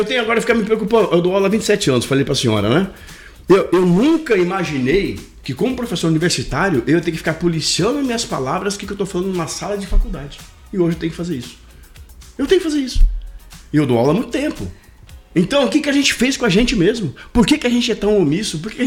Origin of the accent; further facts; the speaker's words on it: São Paulo, Brazil; moved away; Eu sou paulistano lá na capital.